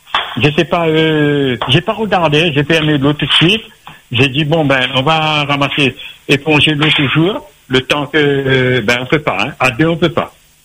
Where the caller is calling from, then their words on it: La Possession, Réunion; J'habite à Sainte-Thérèse